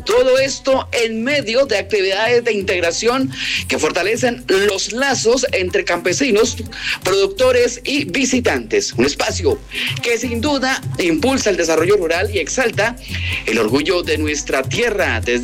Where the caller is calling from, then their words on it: Úmbita, Boyacá, Colombia; Nuestro saludo cordialísimo desde el hermoso municipio de Úmbita, corazón de la provincia de Márquez.